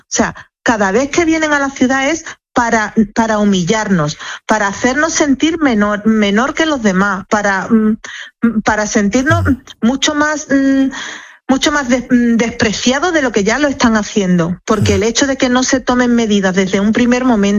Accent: Spain; Se cuestiona que, como estamos fuera del territorio peninsular, pues no somos tan españoles como los demás, cosa que es absolutamente incierta.

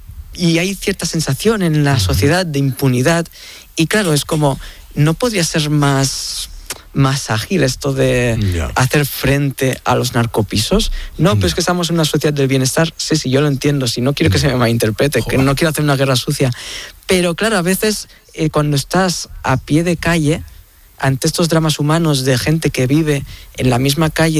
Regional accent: Tarragona, Catalonia, Spain; now in Madrid, Spain; Yo soy un enamorado de Madrid. Yo soy de Tarragona, vivo en Madrid desde el 2014

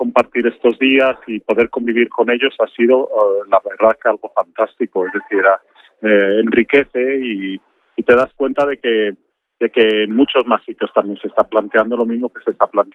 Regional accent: Salamanca, Castile and León, Spain; yo que vengo de Salamanca, descubrir todo esto aquí de Tui, descubrir Oia, descubrir Bayona, Vigo

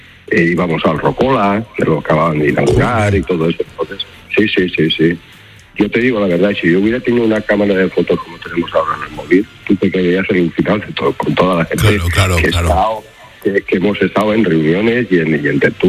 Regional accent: Valencia, Valencian Community, Spain; Ella al ser catalana, y yo soy de aquí, de Valencia, sí.

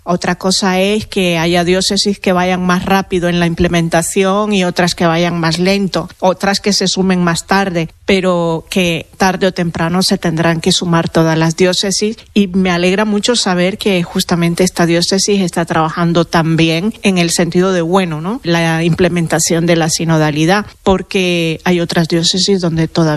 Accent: León, Nicaragua; born there; Sí, sí, yo soy nacida en León, pero en León de Nicaragua.

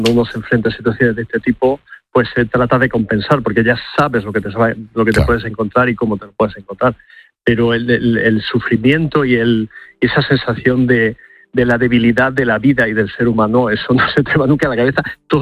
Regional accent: Almería, Andalusia, Spain; en este caso concreto de Almería, que por cierto es mi tierra y no, vengo muy lejos de por allí, sí, de mi querida Almería

